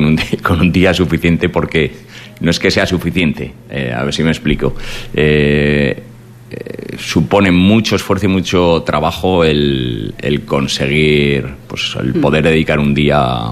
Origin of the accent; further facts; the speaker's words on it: Ejea de los Caballeros, Aragon, Spain; como Egea, yo soy de Egea